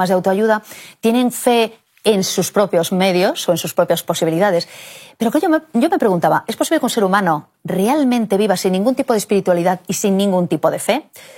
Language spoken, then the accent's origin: Spanish; Galicia, Spain; es una frase que dicen mucho en Galicia, en mi tierra